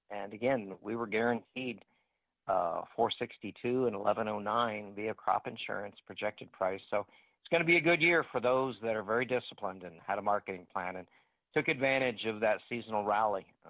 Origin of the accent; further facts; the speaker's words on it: Iowa, United States; You know, I'm from Iowa. We've got 43 of those plants.